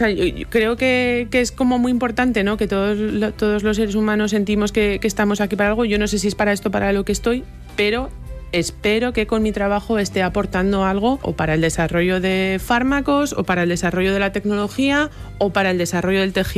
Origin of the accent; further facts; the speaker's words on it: La Tala, Castile and León, Spain; Mi pueblo, que se llama La Tala y que está en la provincia de Salamanca.